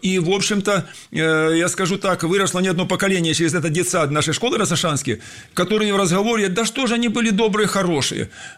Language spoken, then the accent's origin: Russian; Lizinovka, Voronezh Oblast, Russia; Но есть уникальная жемчужина архитектуры в моем родном селе Лизиново Карашанского района.